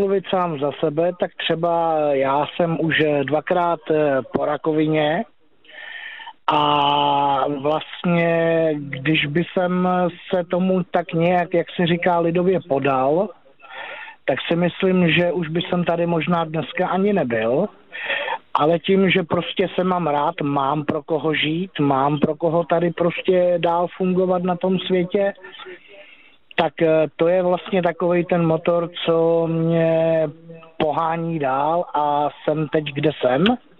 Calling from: Teplice, Ústí nad Labem Region, Czechia; se vracím z Prahy domů, já jsem z Teplic

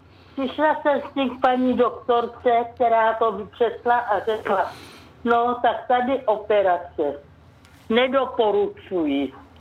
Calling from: Plzeň Region, Czechia; jsem z Plzeňska.

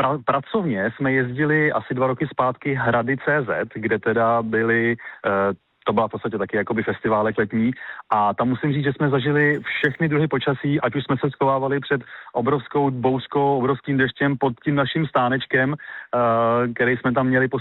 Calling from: Most, Ústí nad Labem Region, Czechia; protože jsme oba z Mostu

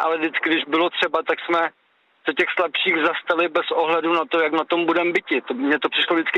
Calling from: Prachatice, South Bohemian Region, Czechia; Já jsem z Prachatická.

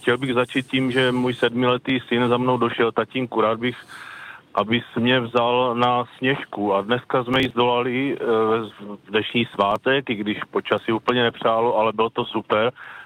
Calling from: South Moravian Region, Czechia; My jsme z Moravského Slovácka

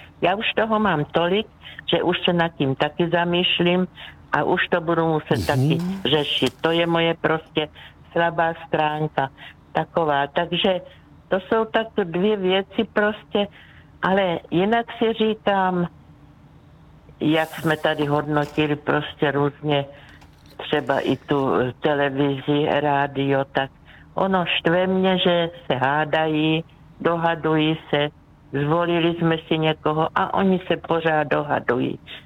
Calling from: South Moravian Region, Czechia; Takže já jsem z Jižní Moravy, takže tam od Břeclavy

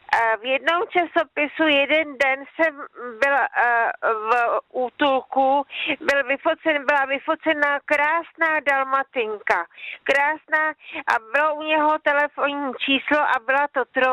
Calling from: Rakovník, Central Bohemian Region, Czechia; z Rakovníka jsem tam volala

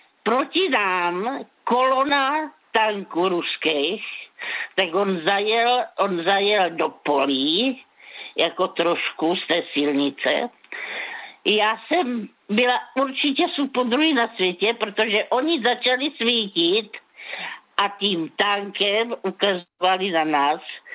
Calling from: Újezd u Brna, South Moravian Region, Czechia; já jsem teda pocházím z újezda u Brna

